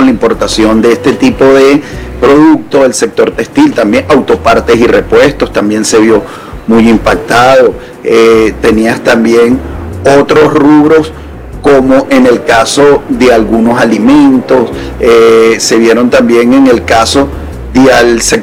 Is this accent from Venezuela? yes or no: yes; Venezuela; yo como venezolano también quiero exportar para Colombia.